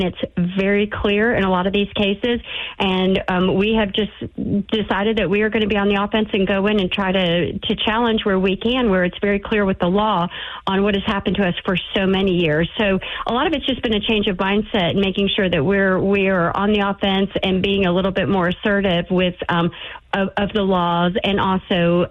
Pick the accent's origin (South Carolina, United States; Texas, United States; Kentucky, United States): Kentucky, United States; My home state is Kentucky, and we get lots of people who move to Kentucky as well.